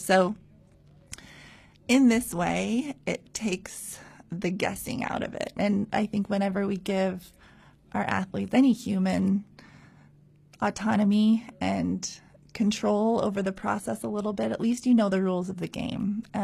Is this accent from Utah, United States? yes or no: yes; Utah, United States; I'm from Utah